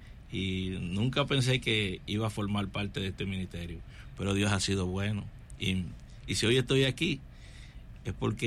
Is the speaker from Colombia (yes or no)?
no; Dominican Republic; soy de República Dominicana